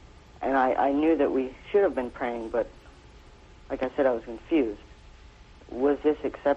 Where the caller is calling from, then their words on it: Spokane, Washington, United States; Spokane, Washington.